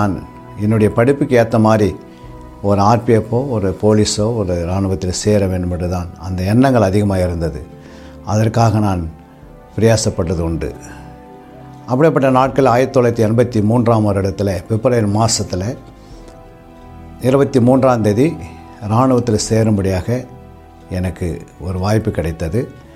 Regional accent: Tamil Nadu, India; என்னுடைய சொந்த ஊர் அரக்கோணம் என்ற பகுதியிலே சில்வர்பட்டு கிராமத்திலே நான் 1964 பிறந்து

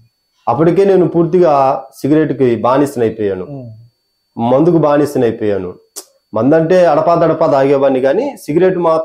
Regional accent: Andhra Pradesh, India; born there; సాయంత్రం 7 దాటిన తర్వాత సంజీవ్ నగర్ రమ్మంటే ఆటో వాళ్ళు రిక్షా వాళ్ళు వచ్చేవారు కాదు. అంత భయంకరంగా మా ప్రాంతము ఉండేది.

